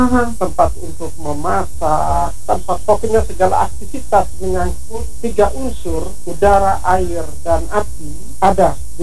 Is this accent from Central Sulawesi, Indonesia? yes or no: no; Wolotopo, East Nusa Tenggara, Indonesia; Jadi menjadi batu penyangga itu filosofi kami orang Dio, teristimewa di Wolotopo.